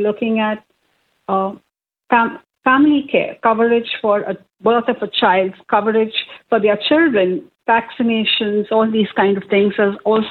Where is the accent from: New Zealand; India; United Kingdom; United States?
India; moved away; I come from India